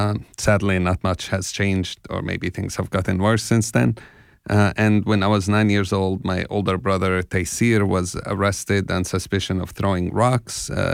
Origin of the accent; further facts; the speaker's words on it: Jerusalem, Palestine; also born or lived in West Bank; Yeah, I grew up in East Jerusalem and in the West Bank. And I grew up during the First Intifada and the occupation.